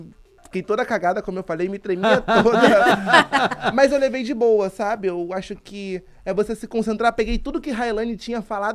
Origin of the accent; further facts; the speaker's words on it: Rio de Janeiro, Brazil; eu nasci em Madureira, Honório Gurgel